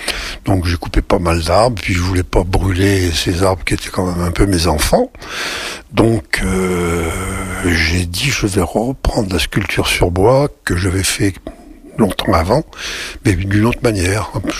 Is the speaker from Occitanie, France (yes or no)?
no; Montluçon, Auvergne-Rhône-Alpes, France; je suis né à Montluçon, peut-être même probablement mort, je ne me rappelle plus très bien. Bon, et j'ai toujours vécu dans le coin. Bien que j'ai cherché souvent à m'en échapper, alors j'ai quand même un pied-à-terre à Paris où je passe pas mal de temps